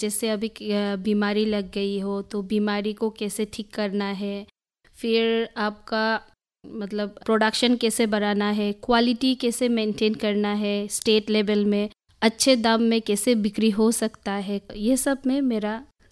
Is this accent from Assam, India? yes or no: yes; Diphu, Assam, India; moved away as an adult; also born or lived in Moran, Dibrugarh district / Mizoram; now in Haflong, India; मैं बेसिकली मैं डिफू से हूँ, मेरा स्कूलिंग भी डिफू से हुआ है। फिर मेरा शादी मोरान डिब्रूगढ़ डिस्ट्रिक्ट, वहाँ पे मेरा शादी हुआ है।